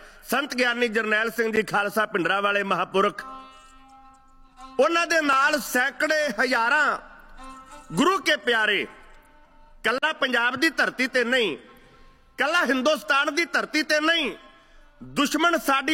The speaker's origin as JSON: {"language": "Punjabi", "region": "Punjab", "country": "India", "moved": "yes", "lives_now": "Canada", "said": "ਇਹ ਧਰਤੀ ਕੈਨੇਡਾ ਦੀ, ਜਿੱਥੇ ਆਪਣੀ ਉਪਜੀਵਿਕਾ ਆਪਣੇ ਪਰਿਵਾਰ ਦੀ ਪਾਲਣਾ ਪੋਸ਼ਣਾ ਕਰਨ ਵਾਸਤੇ ਅਸੀਂ ਪੰਜਾਬ ਤੋਂ ਚੱਲ ਕੇ ਆਏ ਹਾਂ, ਇਸ ਧਰਤੀ ਦੀ ਸੁੱਖ ਵੀ ਮੰਗਣੀ ਹੈ।"}